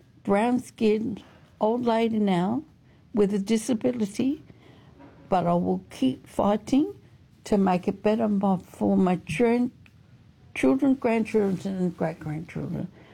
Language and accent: English; Northern Territory, Australia; which is, I say, Filipino, Japanese, Chinese, but mainly I grew up in the Larrakia, Aboriginal community.